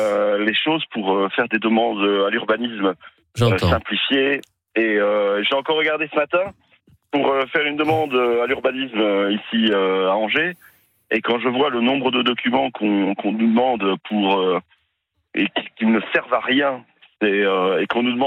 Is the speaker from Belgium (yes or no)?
yes; Belgium; Je suis belge, donc la chaleur... moi, je préfère la pluie.